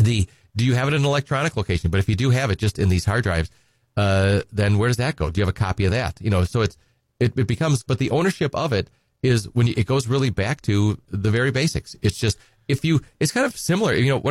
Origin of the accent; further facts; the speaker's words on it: Edgar, Wisconsin, United States; I'm from Edgar originally, and, you know, good hometown Wisconsin Badger. My undergrad is from Madison, but I'm from Edgar.